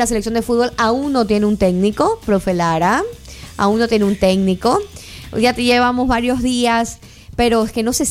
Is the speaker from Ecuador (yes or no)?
yes; Ecuador